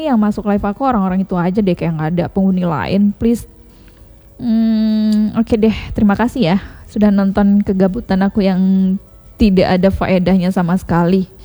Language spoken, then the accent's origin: Indonesian; Pidie, Aceh, Indonesia; saya orang Pidi tapi saya gak tahu juga di mana ini.